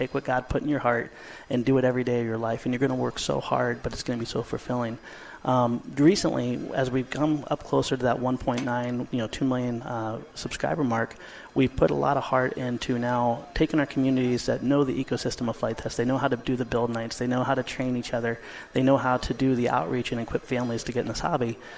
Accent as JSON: {"language": "English", "region": "Ohio", "country": "United States", "tie": "born or raised there", "said": "I grew up in Ohio on a little tiny airport. My dad flew a BC-12D in the backyard"}